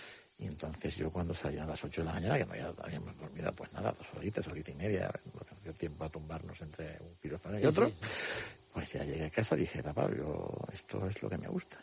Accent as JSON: {"language": "Spanish", "region": "Canary Islands", "country": "Spain", "said": "Sí, bueno, pues estudiaba, como todo canario que va a estudiar a Madrid"}